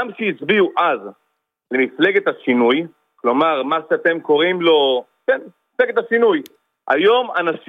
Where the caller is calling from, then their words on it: Central District, Israel; אני מנופאי מאזור מרכז, אזור רחובות, עובד לכל האזורים.